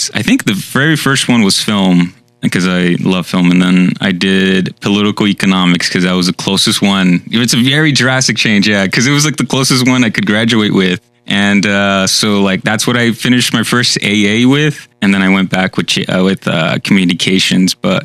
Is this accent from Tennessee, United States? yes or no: no; Fontana, California, United States; also born or lived in Upland, California / San Bernardino, California; we moved to some apartments in Fontana. And that's where I mostly grew up. Fontana and then half in San Bernardino as well.